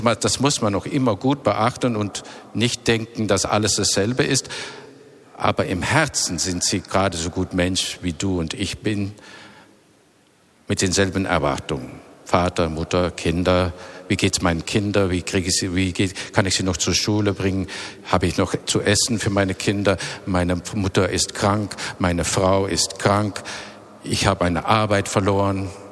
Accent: Netherlands; German is a second language; moved away as an adult; now in Berlin, Germany; Ich komme natürlich aus einem Land, wo wir haben in Holland, so sind wir Holländer, Diskussionskultur.

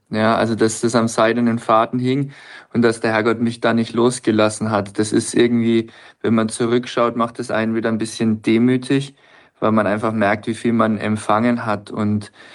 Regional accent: Bayreuth, Bavaria, Germany; bin jetzt 33, so alt wie Jesus, der Überlieferung nach war. Das heißt, jetzt geht's abwärts. Ich bin geboren in Bayreuth im schönen Frankenland, bin dort aufgewachsen in einem kleinen Kaff, ich glaube 200 Seelen, ich weiß gar nicht wie viel, mehr Kühe als Leute damals noch.

